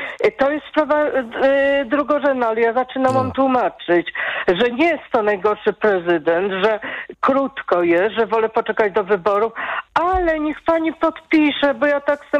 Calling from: Kraków, Lesser Poland, Poland; jestem z Krakowa

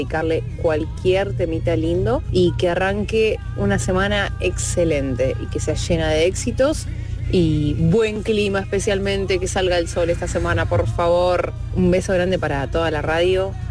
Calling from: Berazategui, Buenos Aires Province, Argentina; de Brazategui

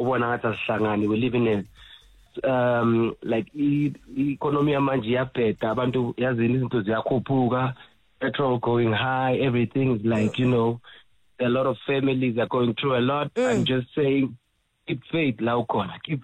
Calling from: Soweto, Gauteng, South Africa; I'm calling from Snake Park. It's Soweto. It's Fubensendo.

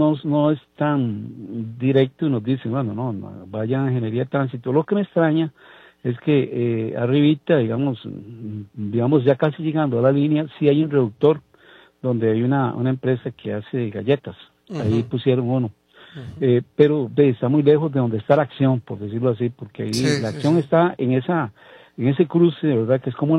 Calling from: San Pedro, San José, Costa Rica; somos los de San Pedro.

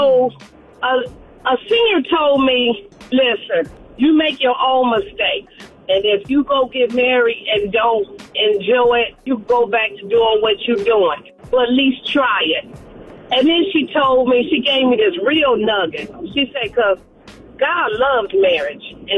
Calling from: Warren, United States; I'm calling from Warren.

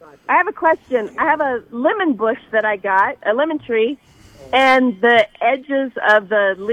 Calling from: California, United States; I'm from California.

